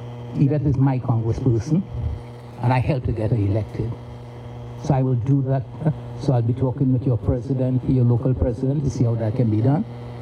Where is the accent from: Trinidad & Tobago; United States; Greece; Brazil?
Trinidad & Tobago; moved away; I've been in this country since 1967. I've never stopped being a Pan-Africanist. I come from Trinidad and Tobago.